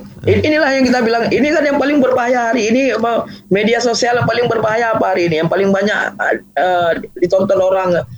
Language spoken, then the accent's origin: Indonesian; Aceh, Indonesia; Sebagai orang Aceh kita malu.